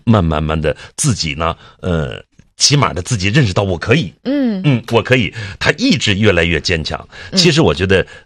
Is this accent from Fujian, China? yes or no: no; Tangshan, Hebei, China; accent: Tangshan; 后来，到后来别人就听不出来我是唐山人了。